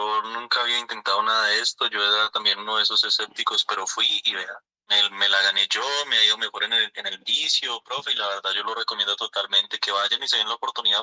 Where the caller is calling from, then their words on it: Colombia; yo lo llamo de acá del barrio 7 de agosto.